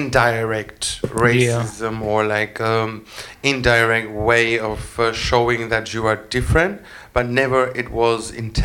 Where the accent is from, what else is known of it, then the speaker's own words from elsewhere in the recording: Greece; English is a second language; now in Germany; I said at the beginning of the podcast today, I come from Greece. When I moved to Germany, I heard someone telling me, go back to Syria. And I was like, I'm not from Syria?